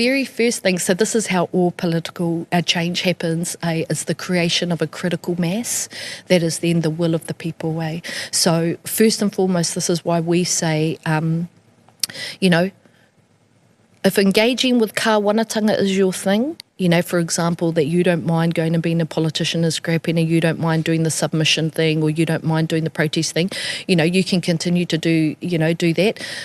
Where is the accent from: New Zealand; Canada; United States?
New Zealand; so I'm from Ngāti Pirei, right, you know, and we have heaps of Ngāti Pirei ki te whenua, we're called